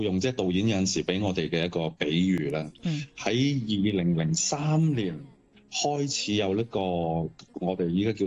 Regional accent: Hong Kong

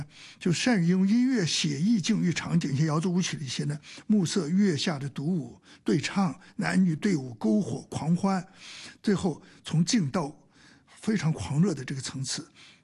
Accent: Hong Kong; 但我们香港人喜欢这么说交响化

